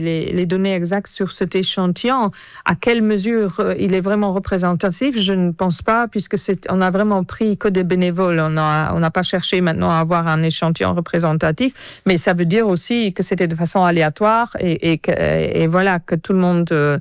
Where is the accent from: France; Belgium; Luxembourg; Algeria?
Luxembourg; je viens du Luxembourg